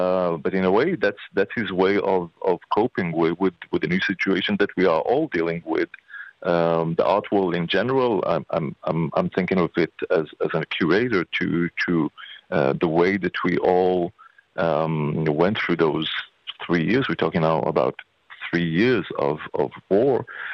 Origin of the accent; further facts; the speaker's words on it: Ashdod, Southern District, Israel; I was born in Ashdod and lived in Ashdod